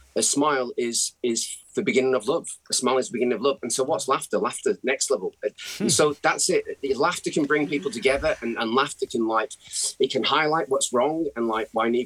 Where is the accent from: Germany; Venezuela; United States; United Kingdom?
United Kingdom; England; born there; I feel more Northern Irish than I feel English, you know, when I was born in England